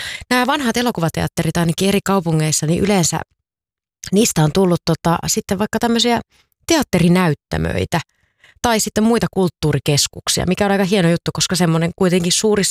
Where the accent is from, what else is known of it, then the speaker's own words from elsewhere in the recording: Savonlinna, South Savo, Finland; born there; muistan itsekin ajan lapsena, kun Savonlinnassa ensimmäistä kertaa elokuvateatterissa kävin